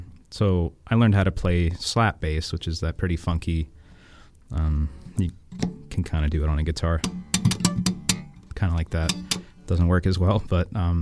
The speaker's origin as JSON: {"language": "English", "town": "Clymer", "region": "Pennsylvania", "country": "United States", "tie": "born or raised there", "also_born_or_lived": "Indiana, Pennsylvania / Washington, Pennsylvania", "lives_now": "Pittsburgh, United States", "said": "Well, I'm originally from Indiana, Pennsylvania, home of IUP. Grew up in a little town called Clymer, and from there moved to Washington, Pennsylvania. Now I live in Pittsburgh."}